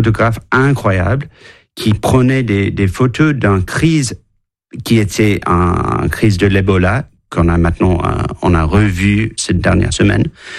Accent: London, United Kingdom; French is a second language; parce que moi je suis grec d'origine, j'ai grandi à Londres, et je parlais français assez bien, comme tu sens

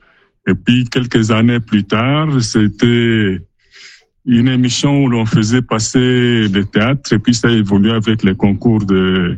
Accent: Lubumbashi, Haut-Katanga, DR Congo; born there; also born or lived in Zambia; Bon, je suis né en Zambie. Je suis venu au pays, à Lubumbashi, pour les études. J'y suis resté.

